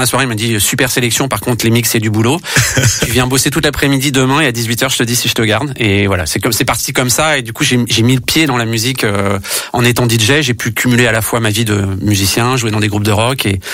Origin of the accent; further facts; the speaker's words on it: Rennes, Brittany, France; Je crois que vivre à Rennes en étant adolescent avec des transmusicales